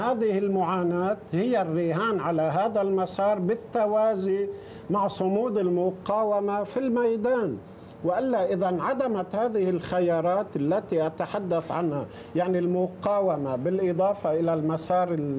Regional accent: Lebanon; أنا كمواطن لبناني

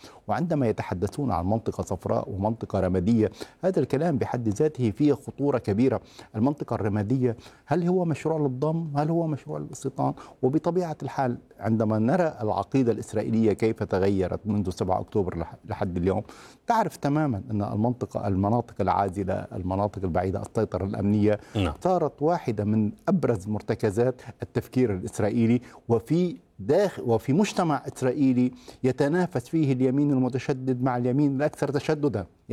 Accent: Lebanon

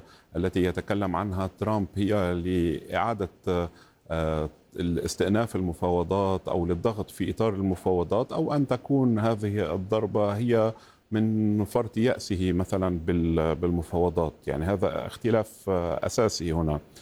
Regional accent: Lebanon; وخاصة أني آتي من لبنان ونحن نعيش في ظل حروب مستمرة

